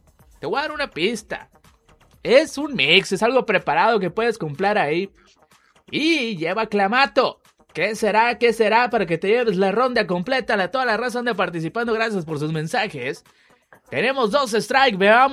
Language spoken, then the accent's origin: Spanish; Ciudad Obregón, Sonora, Mexico; Somos de Obregón.